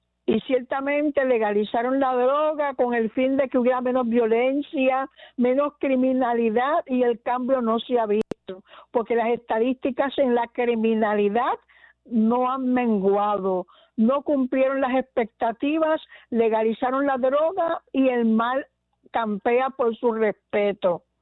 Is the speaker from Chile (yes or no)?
no; Puerto Rico; la esencia de nosotros como puertorriqueños